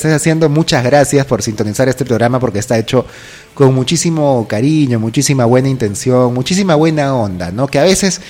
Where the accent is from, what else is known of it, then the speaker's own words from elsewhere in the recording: Lima, Peru; now in Lamas, Peru; yo soy de Lima y ahí ya el frío es húmedo, el frío te cala hasta los huesos, y mi familia es de la sierra